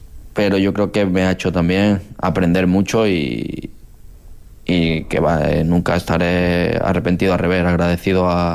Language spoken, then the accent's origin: Spanish; Spain; Tú en España los mejores jugadores del mundo ahora mismo son españoles, somos españoles.